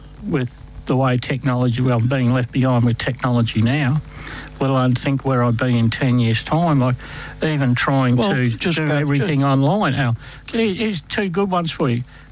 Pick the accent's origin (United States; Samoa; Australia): Australia; as an Australian citizen, well, this is fact, they've got to let you back into the country